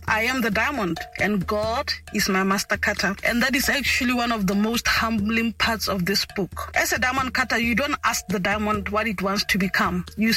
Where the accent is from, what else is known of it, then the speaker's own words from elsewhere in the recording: Lobatse, South-East District, Botswana; I was born and bred in Lobatse, Banzinhlatle.